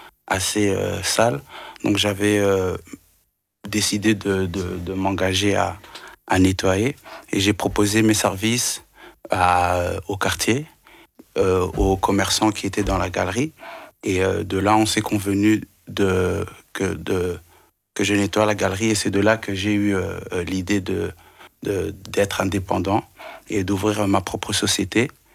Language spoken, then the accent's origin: French; Belgium; j'ai donné le nom de … par rapport à mes origines et par rapport aussi en français vu que je suis belge.